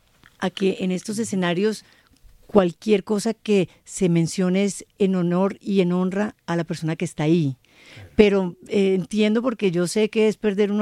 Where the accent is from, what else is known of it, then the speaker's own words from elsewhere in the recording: Colombia; lo digo como colombiana.